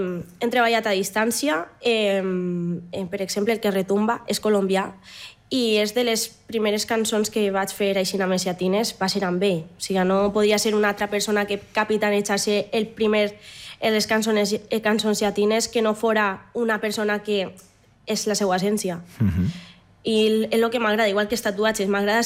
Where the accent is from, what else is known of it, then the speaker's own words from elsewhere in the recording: Aldaia, Valencian Community, Spain; damunt del meu poble, d'Aldaya.